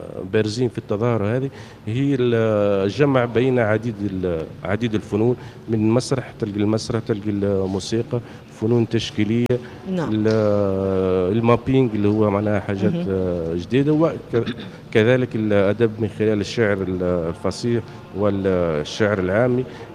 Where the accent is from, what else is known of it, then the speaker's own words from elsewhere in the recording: Tataouine, Tataouine Governorate, Tunisia; بما ان تطاوين تسخر بالقصور الصحراويه، القصور نقولوا بلهجتنا